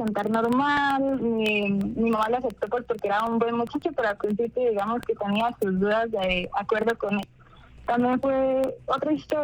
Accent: Duitama, Boyacá, Colombia; Pues, yo soy de Duitama, Boyacá.

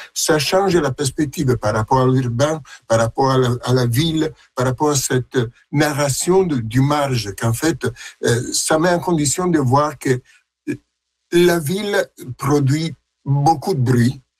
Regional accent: Milan, Lombardy, Italy; moved away as an adult; also born or lived in Orléans, France; now in Canada; Je suis né à Milan, même à Milan-Ville. J'ai vécu dans cette grande ville, et à un certain point, j'ai migré en France et j'ai habité à Orléans. Donc, plus petit que Milan

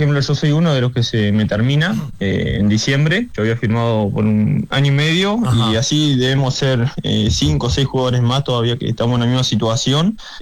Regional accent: Neuquén, Argentina

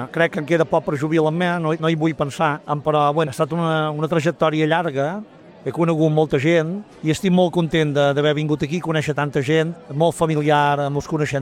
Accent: Menorca, Balearic Islands, Spain; nosaltres som menorquins

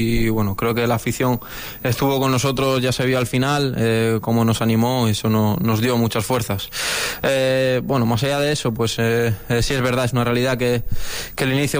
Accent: Alicante, Valencian Community, Spain; también se asemeja un poco a mi tierra, bueno, Alicante.

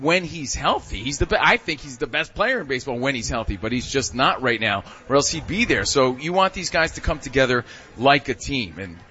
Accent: New Jersey, United States; because I'm from Jersey, Rich is from New York.

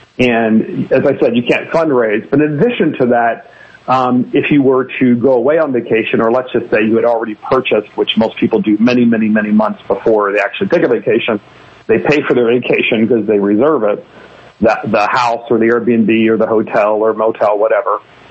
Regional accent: Baltimore, Maryland, United States; I do represent Calvert County, but I was born and raised in Baltimore. I'm very proud of that, I'm very proud of being a Baltimore boy.

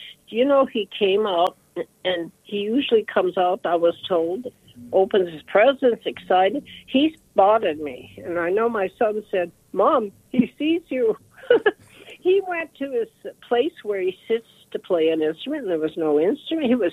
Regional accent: Minot, North Dakota, United States; And I'm originally centuries ago from North Dakota, so I was born here in Minot.

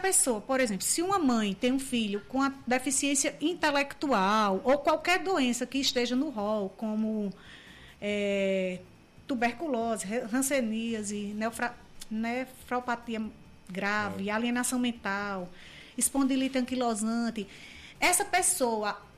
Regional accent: Currais Novos, Rio Grande do Norte, Brazil; moved away as an adult; now in Natal, Brazil; eu vim do interior, com 19 anos para Natal

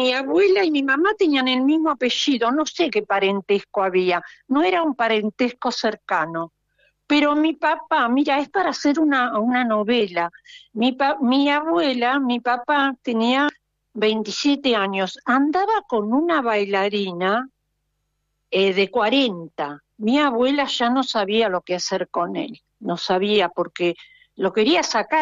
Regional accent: Buenos Aires, Argentina; born there; now in Ramos Mejía, Argentina; yo nací en ese límite entre Paternal y Villa del Parque.

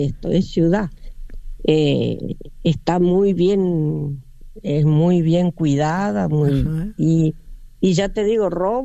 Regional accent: Córdoba, Argentina; now in San Carlos Centro, Argentina; Nací en la capital de Córdoba, en la maternidad de Santa Rosa.

